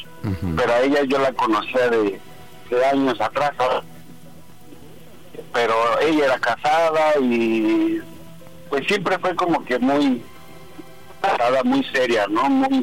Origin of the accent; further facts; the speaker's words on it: Nepantla, State of Mexico, Mexico; 42 años, soy de Nepantla.